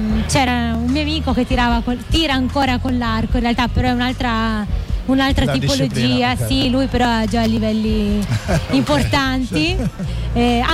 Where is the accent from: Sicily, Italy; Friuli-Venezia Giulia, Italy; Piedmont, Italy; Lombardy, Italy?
Piedmont, Italy; Turin; now in Perugia, Italy; perché in realtà io sono di Torino, però adesso è un anno che sono qui in Umbria.